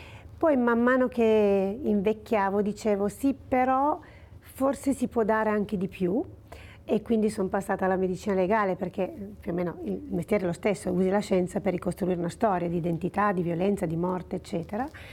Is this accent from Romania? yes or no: no; Pontestura, Piedmont, Italy; Io so che … al mio paese natio, che è Pontestura, che è vicino a Casale Monferrato, è Pontestura, perché sanno che lavoro sulle ossa.